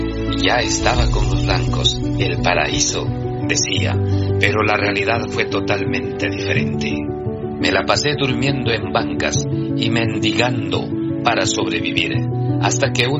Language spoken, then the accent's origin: Spanish; Ghana; Además dirijo la ONG Nasco Feeding Minds, con sede en Ghana, a través de la cual brindamos educación en mi país natal.